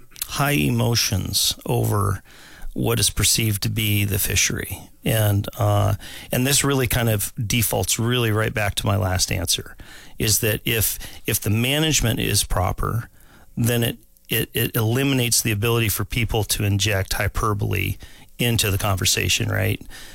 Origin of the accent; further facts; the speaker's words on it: Homer, Alaska, United States; also born or lived in Anchorage, Alaska; I was born and raised Alaskan. I was born in Anchorage after the 1964 earthquake. We moved down to Homer in 1974. And so I've been down there ever since.